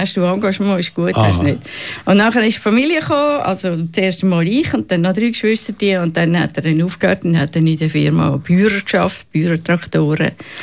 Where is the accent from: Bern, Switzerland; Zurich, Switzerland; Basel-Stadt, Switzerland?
Zurich, Switzerland; born there; Ja, ich bin eben 69, ich bin geboren im Zürcher Oberland.